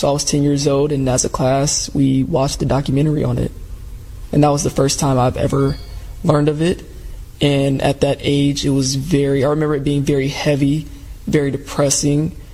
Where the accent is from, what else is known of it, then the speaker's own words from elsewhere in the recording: Chicago, Illinois, United States; Growing up in Chicago, sometimes I would look at our skyscrapers and think, are we next?